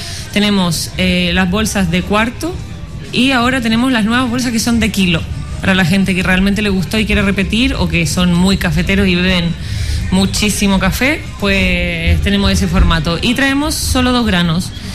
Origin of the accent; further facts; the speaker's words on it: Chile; moved away; Yo, de un poquito más lejos, de Chile.